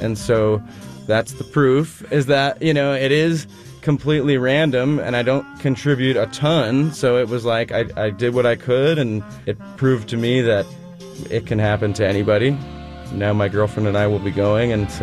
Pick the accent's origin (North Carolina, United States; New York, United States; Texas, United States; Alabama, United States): North Carolina, United States; Raleigh; I'm a sustainer of WUNC. I'm from Raleigh, North Carolina, and I won the Paris trip.